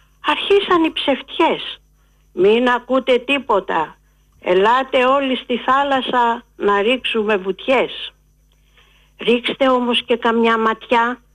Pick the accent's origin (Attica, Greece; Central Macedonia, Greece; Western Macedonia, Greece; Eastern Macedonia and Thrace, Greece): Attica, Greece; Porto Rafti; από το Πορτοράφτη.